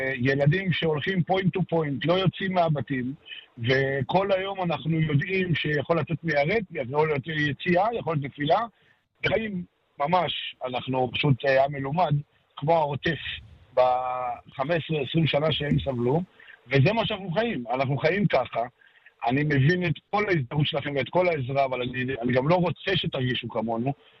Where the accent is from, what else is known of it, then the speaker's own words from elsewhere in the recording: Zar'it, Northern District, Israel; אני יליד זרית, משנת 82